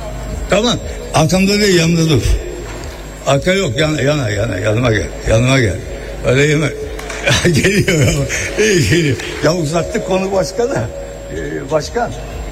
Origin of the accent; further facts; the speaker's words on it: Ergani, Diyarbakır Province, Turkey; born there; Ben Diyarbakır ve Ergana kasasında doğdum